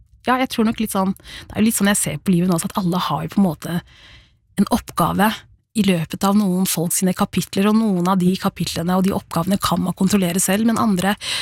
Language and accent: Norwegian; Rakkestad, Østfold, Norway; also born or lived in Sierra Leone; now in Oslo, Norway; da jeg var tre år gammel, så ble jeg hentet fra Sierra Leone til Norge, og bodde da der i Rakkestad kommune, fra jeg var tre år til 12 år gammel. Da flyttet vi til Oslo.